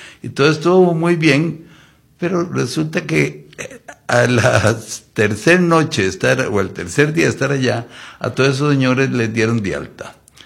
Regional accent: Cartago, Costa Rica; born there; Mire, yo nací en Cartago, y me sigo definiendo como Cartago

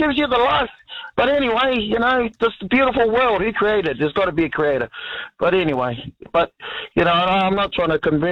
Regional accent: Auckland, New Zealand; also born or lived in Niue; I was brought up in New Zealand. You know, I came here when I was three, and I was brought up in Ōraki.

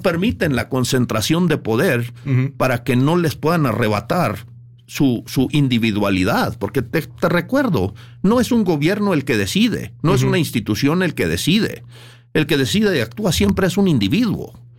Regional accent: Chihuahua, Mexico; Yo nací en Chihuahua y pues realmente me considero mexicano. Ajá. Yo pudiendo salir del país, no lo he hecho porque yo amo a México y tengo sangre indígena, de hecho.

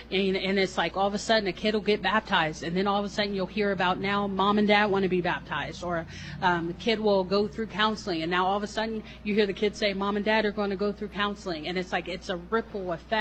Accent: New Jersey, United States; I'm from New Jersey, and I'm now going on a 15-day backpacking trip because I came in the summer

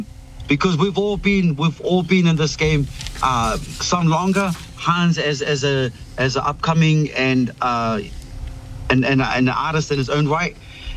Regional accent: Niue; now in New Zealand; As a young teenager in New Air and growing up in New Air and having a family band

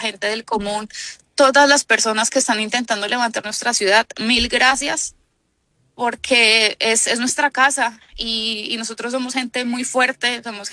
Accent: Pereira, Risaralda, Colombia; now in Puerto Rico; Bueno, en el equipo en este momento somos dos pereiranos y el entrenador nacional que vive en Pereira. No tenemos dónde entrenar en este momento. Yo vivo pues en Puerto Rico, acá estoy entrenando

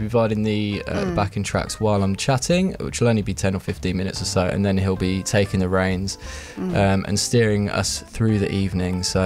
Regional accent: Northampton, East Midlands, United Kingdom; From Northampton, the fine Northampton in England. So it's about an hour north of London.

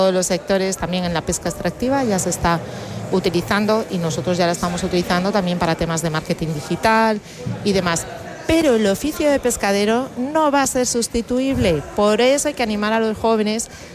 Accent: Galicia, Spain; como comentaba, yo que soy gallega

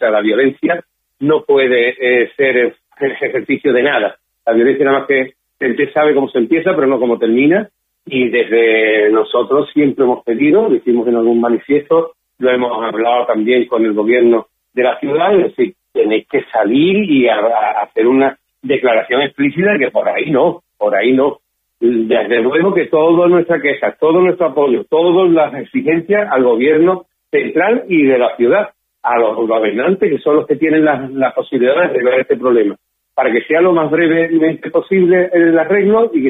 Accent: Ceuta, Spain; es todo el pueblo de Ceuta, nosotros también somos pueblo de Ceuta y vamos a estar.

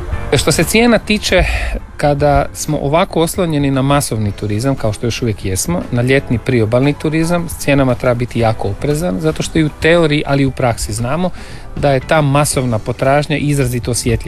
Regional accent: Karlovac, Karlovac County, Croatia; mi u Karlovcu, ja sam iz Karlovca

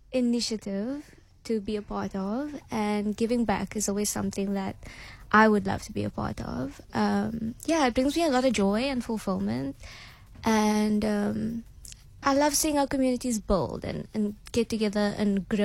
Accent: Cape Town, Western Cape, South Africa; But I attended Greenlands Primary School in my hometown, Bishop Lavers.

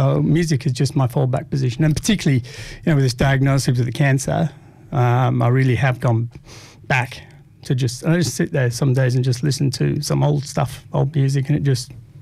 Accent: Huddersfield, Yorkshire and the Humber, United Kingdom; I was. Local boy.

